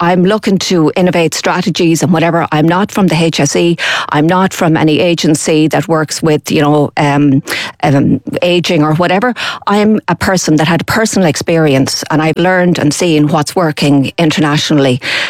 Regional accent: Achill Island, Connacht, Ireland; now in Castlebar, Ireland

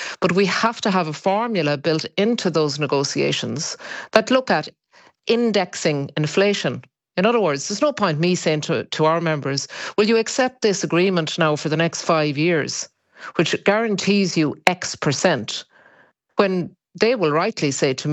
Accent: Ireland; all of us as Irish citizens and Irish people living in Ireland

